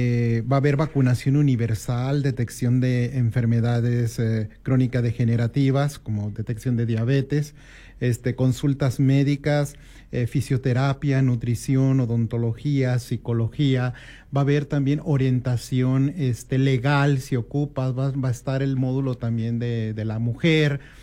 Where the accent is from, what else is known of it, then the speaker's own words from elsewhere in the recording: Mexico; Como mexicanos todos tenemos derecho pues a tener un seguro social.